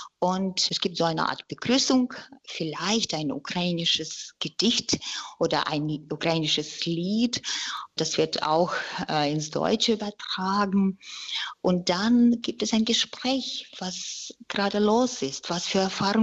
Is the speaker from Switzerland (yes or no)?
no; Russia; Also wie gesagt, ich komme selbst aus Russland